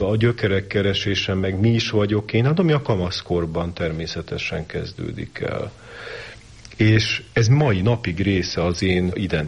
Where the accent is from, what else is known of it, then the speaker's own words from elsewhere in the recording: Budapest, Hungary; én ugye ebben a római katolikus családban nőttem fel, valahol Zuglónak a perifériáján. Félig falusi körülmények között